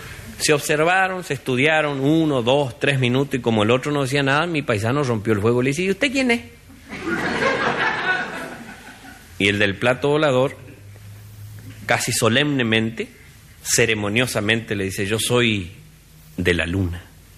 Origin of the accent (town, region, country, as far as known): Chaco, Argentina; now in Buenos Aires, Argentina